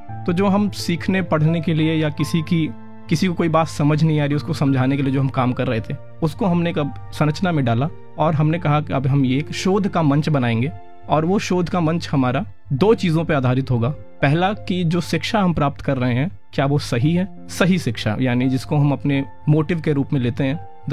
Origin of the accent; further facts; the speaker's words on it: Gonda, Uttar Pradesh, India; moved away as an adult; now in Delhi, India; ये शुरुआत गोंडा से हुई, गोंडा जन्म स्थान रहा है, गोंडा मेरी शुरुआती जो पढ़ाई लिखाई है वो गोंडा की हुई, और गोंडा में भी पर्टिकुलरली अगर मैं बात करूँ तो मैं जिस क्षेत्र से बिलोंग करता हूँ वो है बेलसर।